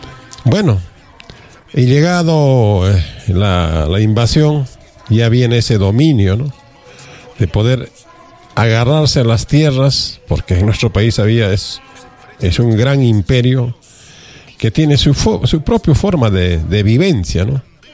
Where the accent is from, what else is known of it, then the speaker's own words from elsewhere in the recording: Peru; nosotros, como peruanos, como patriotas, como nacionalistas